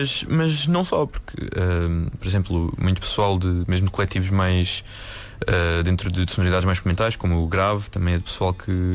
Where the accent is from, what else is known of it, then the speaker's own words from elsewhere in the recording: Massamá, Lisbon, Portugal; now in Lisbon, Portugal; Agora vivo em Lisboa mesmo. Mas sou de Massamá, cresci em Massamá. Portanto, Linha de Sintra foi a minha experiência a crescer.